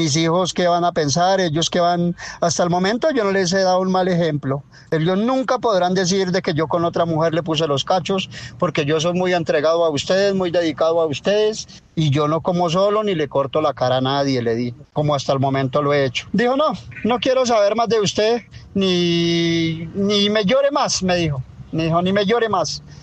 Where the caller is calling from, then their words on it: El Cocuy, Boyacá, Colombia; Yo soy del Cocuy, Boyacá, nosotros somos boyacenses a morir. Y usted sabe, mi querido Junior, que nosotros los boyacenses somos muy trabajadores, honrados y servidores.